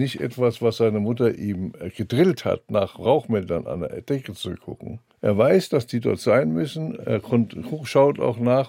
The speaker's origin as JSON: {"language": "German", "town": "Darmstadt", "region": "Hesse", "country": "Germany", "tie": "born there", "said": "das Technische Hilfswerk in Darmstadt, meiner Geburtsstadt."}